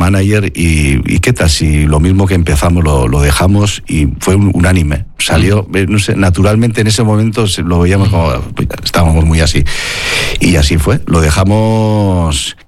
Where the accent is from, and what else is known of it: Oñati, Basque Country, Spain; born or raised there